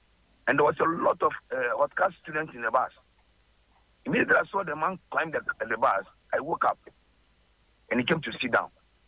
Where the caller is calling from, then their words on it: Accra, Greater Accra, Ghana; I'm calling from Accra.